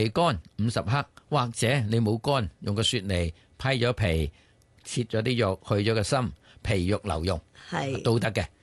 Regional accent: Guangdong, China; 我哋广东人咧叫舌头做利噶嘛。

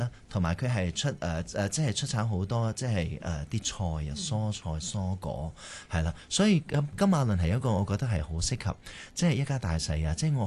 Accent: Ipoh, Perak, Malaysia; also born or lived in Malacca / Penang; now in Kuala Lumpur, Malaysia; 系马六甲出世嘅，系啦，咁我喺马六甲出世啦。咁跟住就由细即系读幼稚园咧，就搬咗入去怡保啦。咁就喺怡保咧就读。

